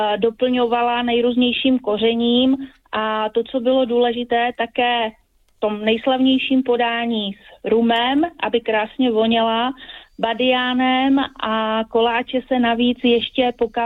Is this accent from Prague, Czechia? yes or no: no; Zlín Region, Czechia; ale můžeme také ochutnat frgál, nebo u nás na Valašsku se také říká vdolek, s ořechovou náplní.